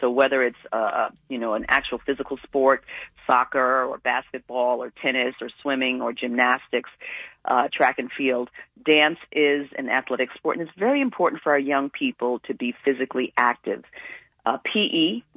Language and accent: English; New York City, New York, United States; I'm from Jamaica, Queens, New York